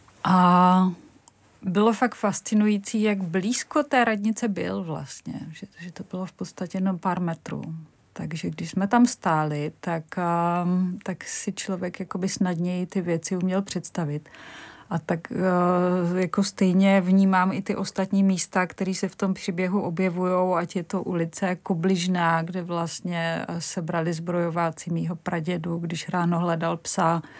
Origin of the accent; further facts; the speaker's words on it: Brno, South Moravian Region, Czechia; my jsme byli vždycky Brňáci a nějaká národnost, ať už česká nebo německá, v tom nehrála žádnou roli.